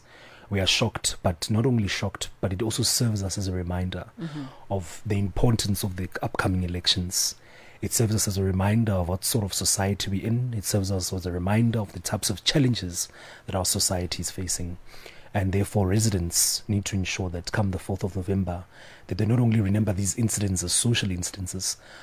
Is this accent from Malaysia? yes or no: no; Ekurhuleni, Gauteng, South Africa; I'm the son of Ekurhuleni. I grew up in Ekurhuleni. I know the streets and the corners of Ekurhuleni